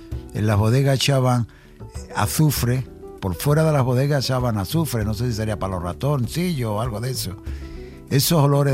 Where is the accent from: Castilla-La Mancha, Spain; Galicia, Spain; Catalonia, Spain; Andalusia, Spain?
Andalusia, Spain; Jerez de la Frontera; Yo recuerdo siempre que voy a Jerez, a mi tierra, siempre recuerdo esos olores que había.